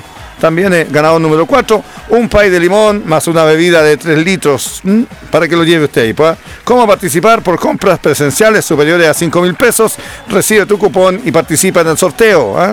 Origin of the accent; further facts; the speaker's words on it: Chile; somos chilenos y además estamos en el mes de la patria